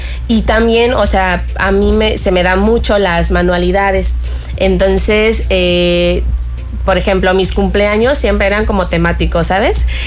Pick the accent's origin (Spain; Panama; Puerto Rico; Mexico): Mexico